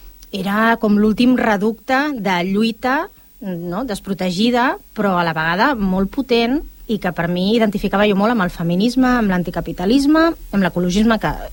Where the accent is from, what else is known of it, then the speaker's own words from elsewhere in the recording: El Prat de Llobregat, Catalonia, Spain; jo sóc del Prat, el Prat és ciutat, ostres, però el Prat té una història